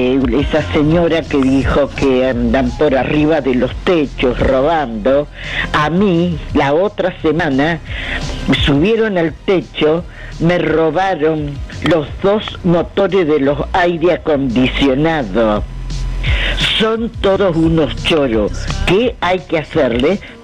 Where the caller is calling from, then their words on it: Argentina; Yo soy de Barrio Nueva Roma, de calle Chile.